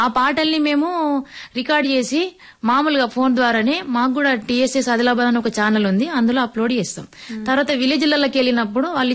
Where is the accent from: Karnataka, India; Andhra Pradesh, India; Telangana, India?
Telangana, India; Pendalwada; also born or lived in Adilabad; 10th వరకు పెండలవాడలోనే ప్రభుత్వ పాఠశాలలోనే చదువుకున్నాను.